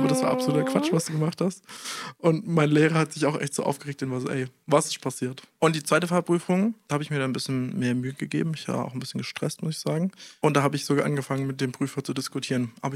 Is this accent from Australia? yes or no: yes; Australia; German is a second language; Also ich bin aus Australien wirklich weit weg. Das ist nicht so 3 Stunden in eine andere Stadt fahren, das ist wirklich weit weg.